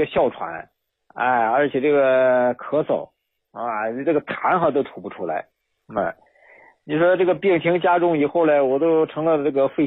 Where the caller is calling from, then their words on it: Xi'an, Shaanxi, China; 啊，我是陕西西安的。